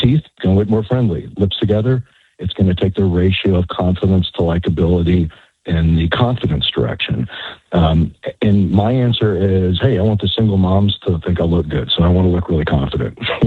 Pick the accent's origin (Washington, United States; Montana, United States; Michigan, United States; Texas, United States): Texas, United States; I'm from Texas.